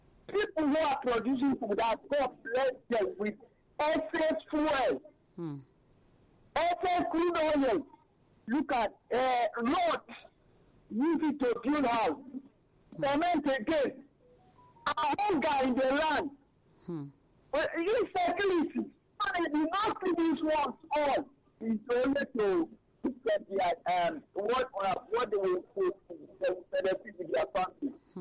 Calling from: Abu Dhabi, United Arab Emirates; I'm calling you from Abu Dhabi.

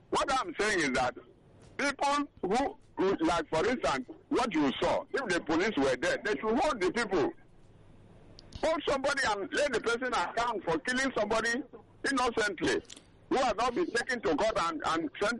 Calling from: Lagos, Nigeria; calling from Okota.

